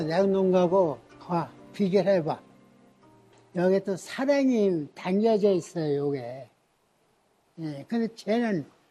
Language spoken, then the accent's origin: Korean; Hongseong, South Chungcheong, South Korea; 홍성 고향 좋죠. 공이 좋죠. 바다 갇혀있는 남당리 항이 있죠. 뭐 또 좋은 점토가 나오죠.